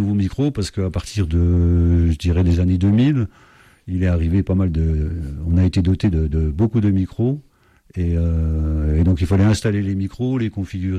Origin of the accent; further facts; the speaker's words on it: Switzerland; born there; moved away; Alors, je suis né en Suisse, Suisse-Allemande, côté d'Ellemont. Et donc, j'ai une double nationalité, française et suisse.